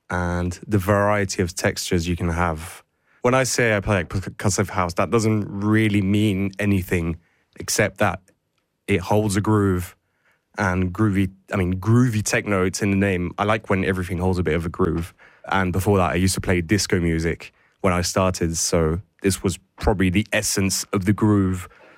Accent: France; English is a second language; Well, I was born and raised in France, but I've always been going to England, as my family is Scottish, but from England.

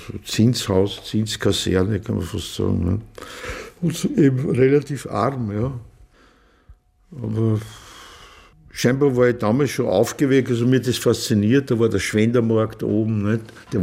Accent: Vienna, Austria; das lernt man halt als Kind in Wien, nicht? Praktisch. Also für mich war das eine interessante Lebenswelt, weil ich habe mich überhaupt nicht arm gefühlt.

